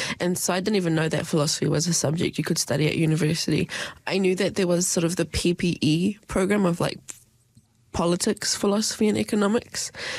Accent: Auckland, New Zealand; born or raised there; moved away as an adult; now in Dunedin, New Zealand

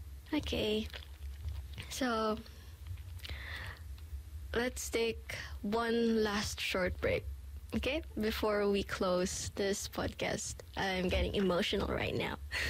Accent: Philippines; now in New Zealand; proud that I am a Filipino here in New Zealand.

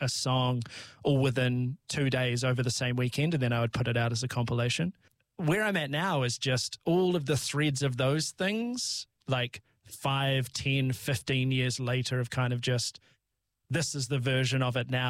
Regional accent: Timaru, Canterbury, New Zealand; I grew up in Timaru, and I grew up in a household that wasn't super into music, didn't have music around.

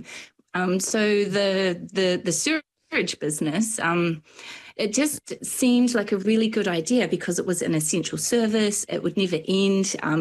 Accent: Oamaru, Otago, New Zealand; moved away as an adult; also born or lived in Melbourne, Australia; now in Oamaru, New Zealand; So we'd often thought about moving back to New Zealand because I'm from Oamaru, and we didn't have any family in Melbourne.

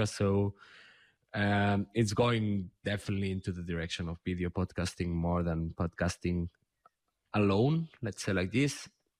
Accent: Catalonia, Spain; first language Catalan; English is a second language; I'm considering, although I haven't taken a decision yet, of producing the same format in Catalan, in my mother tongue, because there is no, so it will be a separate show.

